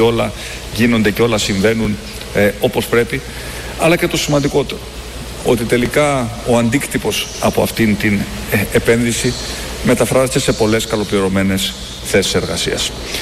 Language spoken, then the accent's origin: Greek; Greece; εμείς ως Ευρωπαίοι, όχι απλά ως Έλληνες